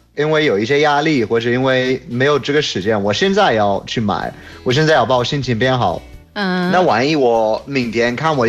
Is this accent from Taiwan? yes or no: no; York, Yorkshire and the Humber, United Kingdom; 像我老家约克，它是一个很挺少的城市